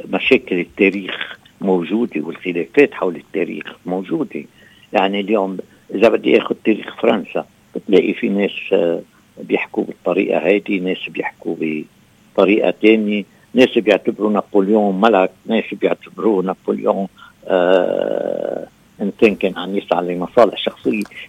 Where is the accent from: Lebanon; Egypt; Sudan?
Lebanon; نحن كشعب لبناني